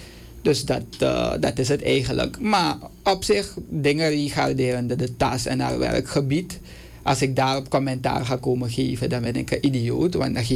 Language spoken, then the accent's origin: Dutch; Suriname; Ik ben een Surinamer.